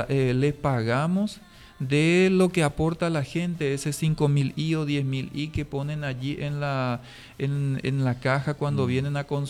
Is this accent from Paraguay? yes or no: yes; Paraguay; somos paraguayos, por sí. Sobre todo somos todos paraguayos